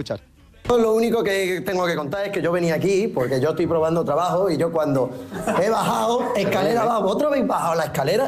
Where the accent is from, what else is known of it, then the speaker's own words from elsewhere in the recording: Frigiliana, Andalusia, Spain; No, soy de Frigiliana. Y con orgullo